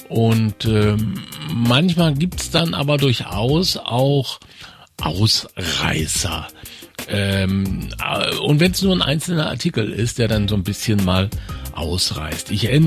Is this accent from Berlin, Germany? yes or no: no; Mecklenburg-Vorpommern, Germany; born or raised there